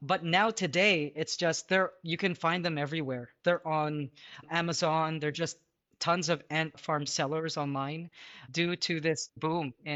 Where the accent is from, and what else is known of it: Canada; born or raised there; now in Philippines